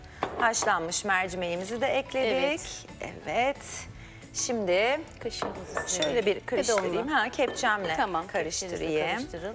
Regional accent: Nazilli, Aydın, Turkey; Evet, ben de Nazilliliyim. Aydın Nazilli.

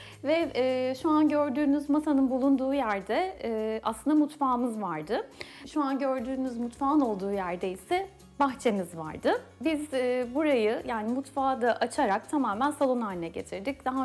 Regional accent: İzmir, Turkey; moved away as an adult; now in Istanbul, Turkey; İzmirliyim. Burası Uskumruköy. Uskumruköy'de bahçeli bir sitedeyiz şu anda.

